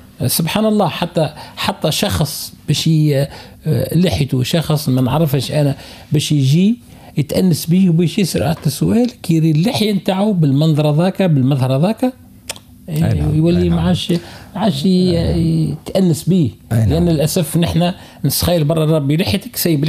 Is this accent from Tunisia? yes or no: yes; Redeyef, Gafsa Governorate, Tunisia; now in Tunis, Tunisia; رديف هي مدينتي ولا نعتز من رديف لأن أول حرف من القرآن قرأته في رديف وبابا والدي ولدتي من رديف